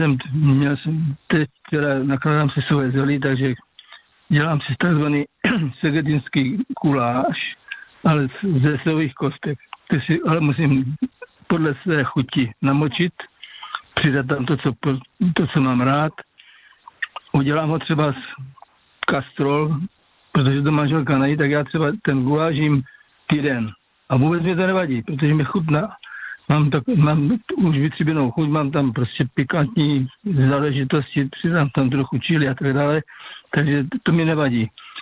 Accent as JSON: {"language": "Czech", "region": "Moravian Slovakia", "country": "Czechia", "said": "já pocházím z Moravskoslovácka, tak to už víte"}